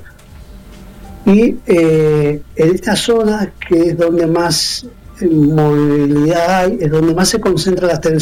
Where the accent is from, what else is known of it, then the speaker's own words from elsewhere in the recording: Mendoza, Argentina; moved away as an adult; now in Chile; Yo soy de Mendoza. Hace 20 años conocí a mi esposa, chilena, y ella me trajo.